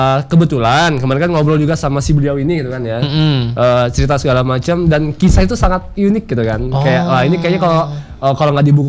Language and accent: Indonesian; Lampung, Indonesia; Aku dari Lampung.